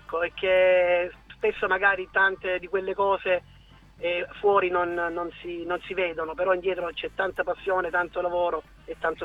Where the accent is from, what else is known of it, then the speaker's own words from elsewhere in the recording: San Pancrazio Salentino, Apulia, Italy; In realtà partiamo, insomma, da San Pancrazio, insomma, dalle nostre parti